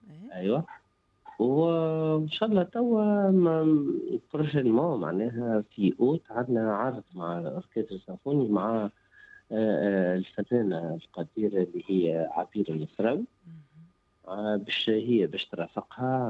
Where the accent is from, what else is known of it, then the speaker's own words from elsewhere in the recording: Tunisia; هي بلادنا تونس الخضراء.